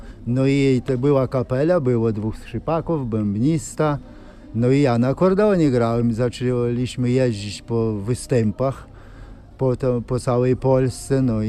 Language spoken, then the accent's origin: Polish; Szypliszki, Podlaskie Voivodeship, Poland; Przyjechałem z Suwalszczyzny, z gminy Szypliszki, jako muzykant.